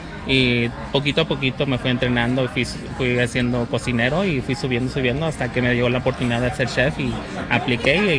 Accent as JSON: {"language": "Spanish", "town": "Long Beach", "region": "California", "country": "United States", "said": "Soy de aquí, de Long Beach."}